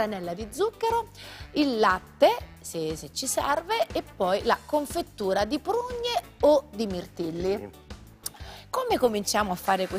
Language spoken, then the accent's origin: Italian; Naples, Campania, Italy; Ma io vengo da Napoli, mi devi tradurre.